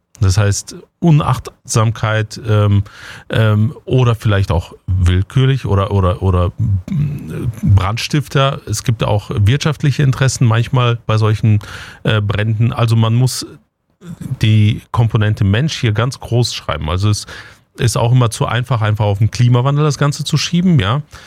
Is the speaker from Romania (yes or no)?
no; North Rhine-Westphalia, Germany; ich komme ja auch aus der Ecke, wo Friedrich Merz herkommt, aus NRW in Ostwestfalen.